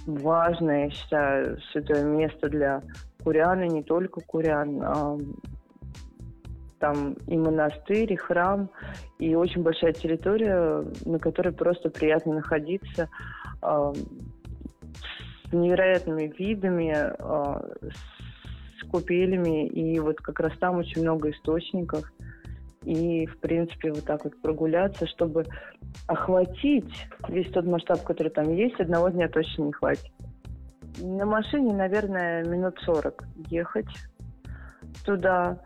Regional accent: Moscow, Russia; born there; Я родилась в Москве, и могу сказать, что достойно и очень уютно и комфортно.

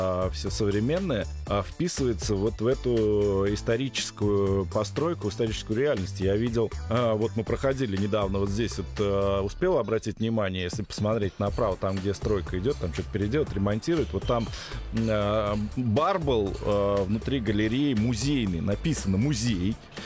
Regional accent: Moscow, Russia; мы же не скрываем, что мы из России, из Москвы.

